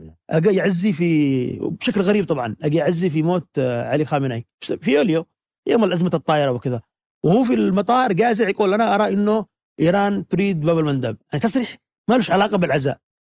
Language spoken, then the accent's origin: Arabic; Yemen; انا كيمني.